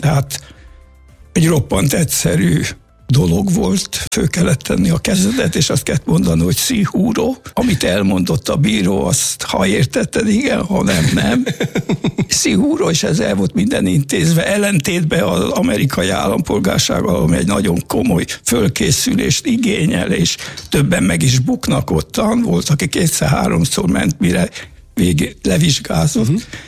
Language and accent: Hungarian; Hungary; moved away as an adult; also born or lived in Buenos Aires; Én hazajártam Magyarországra